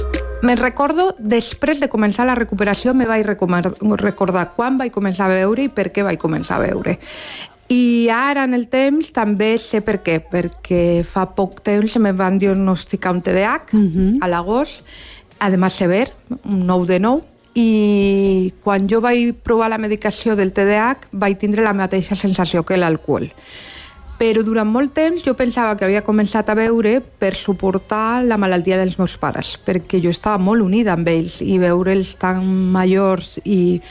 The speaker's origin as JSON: {"language": "Catalan", "town": "Barcelona", "region": "Catalonia", "country": "Spain", "tie": "born there", "first_language": "Spanish", "second_language": "Catalan", "said": "primer que no parlava català, perquè sí que és veritat que vaig néixer a Barcelona i molts estius es vaig passar a Barcelona, però la meva llengua materna és el castellà"}